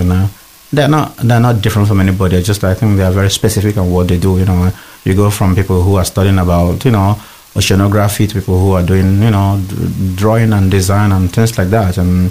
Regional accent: Nigeria; moved away as an adult; now in Paris, France; I'm still Nigerian. I never become French.

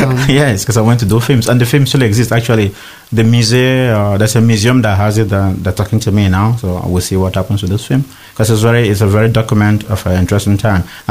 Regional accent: Nigeria; born there; So during the war for Biafra, I was born in the Biafran War. So all the Igbos, which is my tribe, they had to leave because they were killing them.

